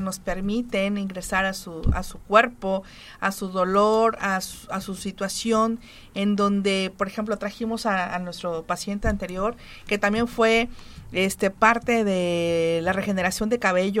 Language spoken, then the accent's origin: Spanish; Poza Rica, Veracruz, Mexico; born there; me establecí y eché mi raíz, porque soy de Poza Rica. Me preparé fuera, terminé preparándome aquí en Poza Rica